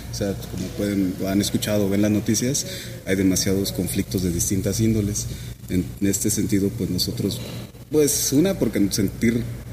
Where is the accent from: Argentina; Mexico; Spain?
Mexico; Chilchota, Michoacán; Nosotros somos de la Cañada de los 11 Pueblos, del municipio de Chilchota, de distintas comunidades, de Urén y de Tanaquillo.